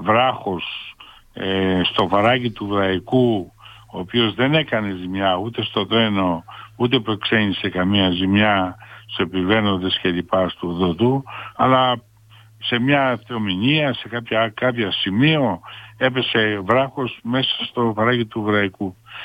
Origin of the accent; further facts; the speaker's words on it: Kalavryta, Western Greece, Greece; και το οποίο χρησιμοποιήσαμε για πολλά χρόνια και εμείς εδώ που μεγαλώσαμε στα Καλάβρητα, σαν συγκοινωνιακό μέσο. Δεν είχαμε δρόμο.